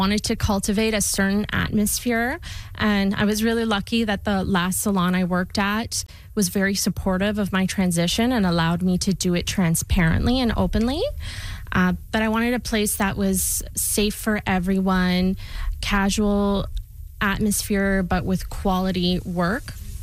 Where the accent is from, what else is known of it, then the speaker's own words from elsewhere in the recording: Sudbury, Ontario, Canada; I'm just from Sudbury.